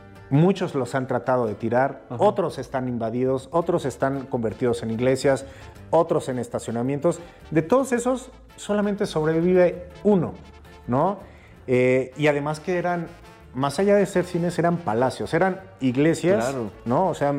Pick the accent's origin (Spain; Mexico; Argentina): Mexico